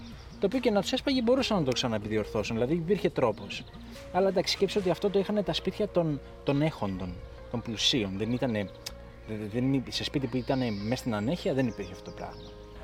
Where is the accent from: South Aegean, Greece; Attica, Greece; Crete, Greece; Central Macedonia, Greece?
Crete, Greece; Vamos; also born or lived in Mylopotamos, Crete; now in Rethymno, Greece; είμαι από Κόρωνα.